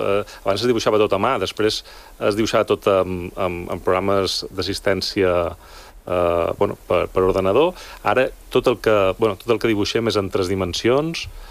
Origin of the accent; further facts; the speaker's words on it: Balearic Islands, Spain; Bé, jo som de Mallorca